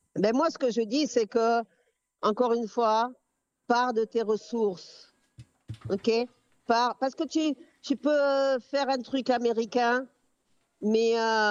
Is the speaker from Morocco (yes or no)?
no; France; also born or lived in Comoros; Je me reconnais française aussi, hein. Moi, j'ai grandi en France. Et en plus, mon grand-père s'appelait Alphonse. Alors, c'est pour dire, tu vois, j'ai aussi du sang français, tu vois. Non, mais je l'assume, je suis française aussi, je suis comorienne.